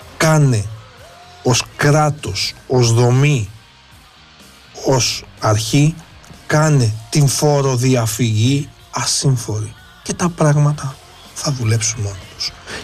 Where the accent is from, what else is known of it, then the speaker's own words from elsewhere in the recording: Epirus, Greece; flat tax που λέμε και στο χωριό μου στην Ήπειρο.